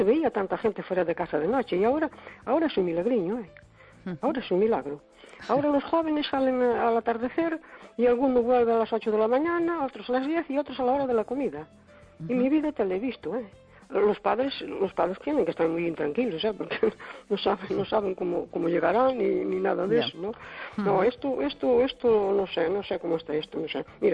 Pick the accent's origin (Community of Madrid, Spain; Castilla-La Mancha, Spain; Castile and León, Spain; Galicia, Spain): Galicia, Spain; Cespón